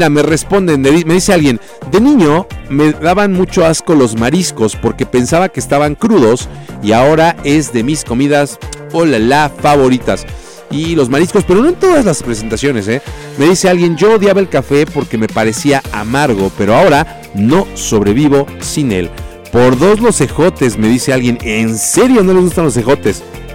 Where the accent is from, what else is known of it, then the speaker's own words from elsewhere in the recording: Tehuacán, Puebla, Mexico; Sí, mi hermano, somos de Tehuacán, Puebla